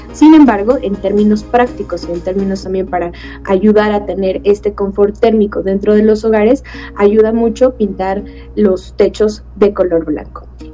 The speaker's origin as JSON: {"language": "Spanish", "country": "Mexico"}